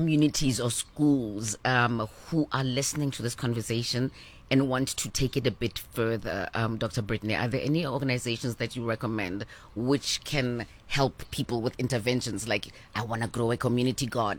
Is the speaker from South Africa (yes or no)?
yes; South Africa; Maybe I'm typical South African.